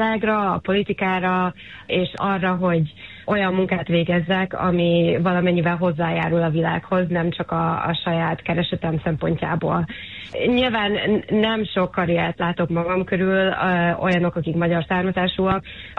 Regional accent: Szeged, Csongrád-Csanád, Hungary; moved away as an adult; Így van, Szegeden születtem, és büszke szegedi vagyok.

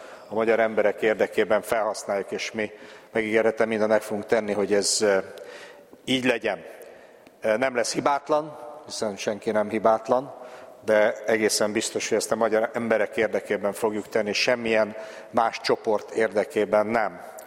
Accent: Hungary

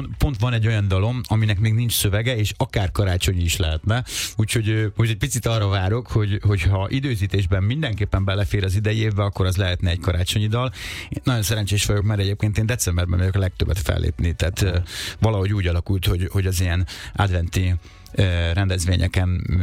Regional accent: Lajosmizse, Bács-Kiskun, Hungary; also born or lived in Kecskemét; a szülővárosomban, vagyis abban a városban, ahol felnőttem, Lajosmizsén, mert Kecskeméten születtem, de ugye Lajosmizsén nevelkedtem

